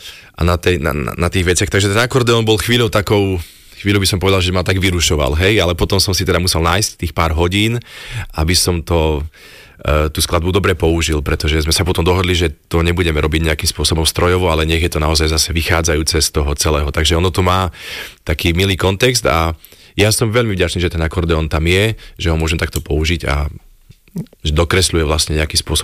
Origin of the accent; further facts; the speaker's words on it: Žilina Region, Slovakia; Stále je krásna, stále to vlastne kraj, kde nosím istú hrdosť, že pochádzam, že keď sa niekto opýta, alebo že môžem povedať, že som z Oravy, už potom to musím konkrétne povedať, že odkiaľ, ale že som z Oravy je niečo, čo vlastne je také zvláštne DNA a ja som veľmi rád, že som jeho vlastníkom, že naozaj pochádzam odtiaľ.